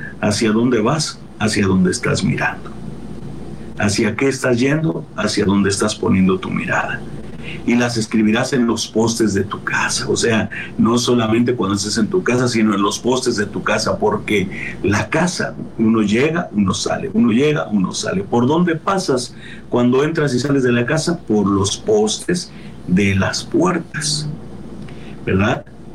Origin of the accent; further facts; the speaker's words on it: Mexico; Nosotros acá en México nos amarramos un hilito en el dedo, ¿verdad?